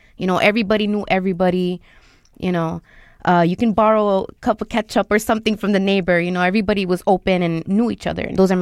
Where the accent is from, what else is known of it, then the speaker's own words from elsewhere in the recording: Chicago, Illinois, United States; I grew up in Humble Park. Back in the day, it was a rough area in Chicago.